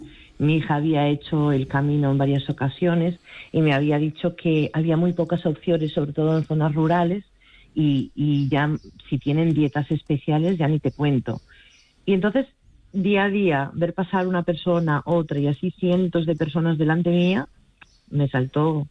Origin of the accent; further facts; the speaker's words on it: Galicia, Spain; also born or lived in Madrid; Yo soy gallega, he estado 5 años fuera en Madrid, pero el resto de mi vida la he vivido en Galic